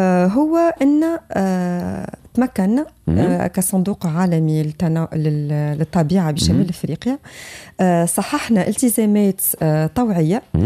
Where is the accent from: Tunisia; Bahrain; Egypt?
Tunisia